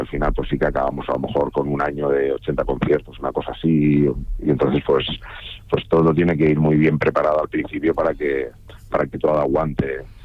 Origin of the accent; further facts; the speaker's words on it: Region of Murcia, Spain; yo soy de Murcia